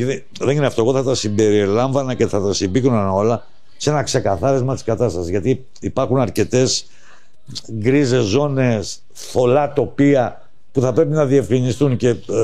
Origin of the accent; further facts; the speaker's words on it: Rethymno, Crete, Greece; moved away; για την πατρίδα μου, την ιδιαίτερη, το Ρέθυμνο.